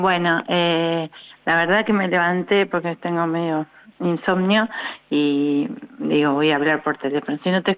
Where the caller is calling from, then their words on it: Rosario, Santa Fe, Argentina; de Rosario.